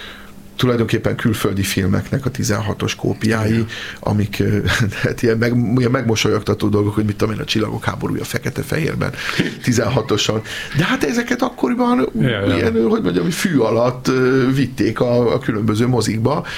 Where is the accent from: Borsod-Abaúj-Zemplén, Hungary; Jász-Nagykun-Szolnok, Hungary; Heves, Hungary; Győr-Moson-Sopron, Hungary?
Heves, Hungary; Eger; Jaj, de jó, én egri vagyok, és én ott ültem fel.